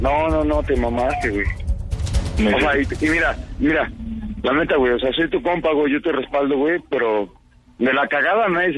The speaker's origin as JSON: {"language": "Spanish", "region": "Mexico City", "country": "Mexico", "said": "O sea, la neta te lo digo como chilango, güey."}